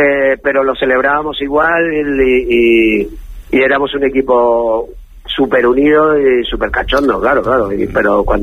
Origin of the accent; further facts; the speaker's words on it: Canary Islands, Spain; después de estar activo en el Ibarra, que es el equipo de mi pueblo, el equipo donde yo crecí, pues no me apetece mucho ir a los campos, la verdad.